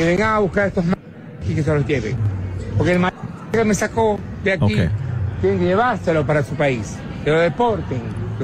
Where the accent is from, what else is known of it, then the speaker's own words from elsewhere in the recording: Venezuela; vengo de Venezuela para esta mierda que se llama Azúcar.